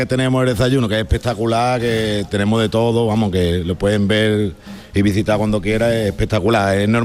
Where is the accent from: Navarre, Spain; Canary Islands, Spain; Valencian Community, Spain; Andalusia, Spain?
Andalusia, Spain; Espera; No, yo soy un pueblo de Cádiz, de Espera.